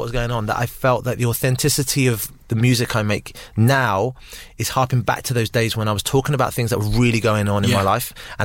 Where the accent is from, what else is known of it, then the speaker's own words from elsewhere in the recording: Southampton, South East England, United Kingdom; now in London, United Kingdom; Well, I mean, growing up in there, all you know is the environment that you're in. But when I moved out to London